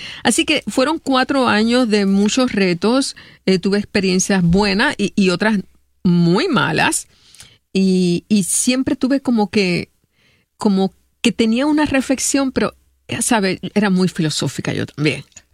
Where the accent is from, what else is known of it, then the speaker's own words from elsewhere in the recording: Cidra, Puerto Rico; moved away as an adult; yo también soy de Sidra.